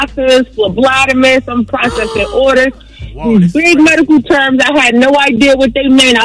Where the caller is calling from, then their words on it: New Jersey, United States; I'm calling from New Jersey.